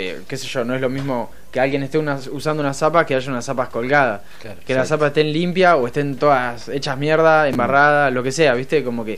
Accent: La Plata, Buenos Aires Province, Argentina; Yo soy de La Plata, sí, okay, sí. De Alto de San Lorenzo. Bien. Ahora estoy en Los Hornos. Pero me crié en Alto de San Lorenzo.

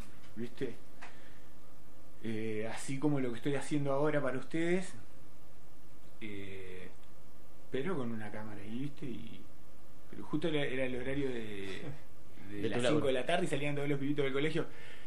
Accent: La Plata, Buenos Aires Province, Argentina; also born or lived in Merlo; yo nací acá en La Plata.

